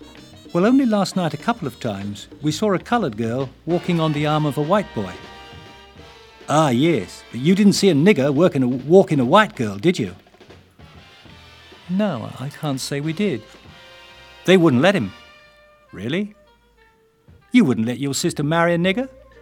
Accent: England, United Kingdom; Barry and I, two English boys

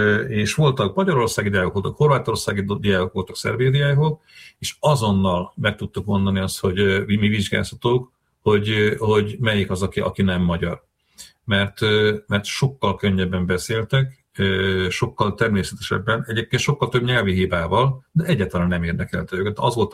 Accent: Slovakia; én felvidéki származású vagyok, tehát én azért ismerek több szláv nyelvet, hiszen olyan környezetben nőttem fel

